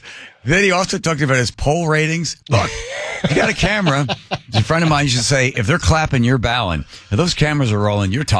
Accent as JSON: {"language": "English", "region": "East Coast", "country": "United States", "said": "I'm from the East Coast"}